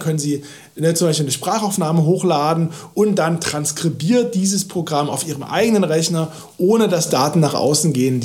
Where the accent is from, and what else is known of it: Halle, Saxony-Anhalt, Germany; born or raised there; now in Berlin, Germany